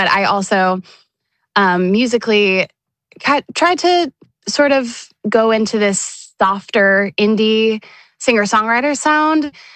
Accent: Carmel, Indiana, United States; moved away as an adult; now in Nashville, United States; I am a singer-songwriter originally from Carmel, Indiana, but now I live in Nashville, Tennessee.

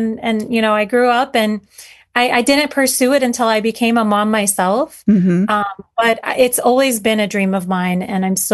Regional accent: United States; born there; English is a second language; also born or lived in Syria; growing up in America, I'm not technically fully 100% Syrian. I'm, you know, going to school, I'm learning English. Definitely now English is my stronger language

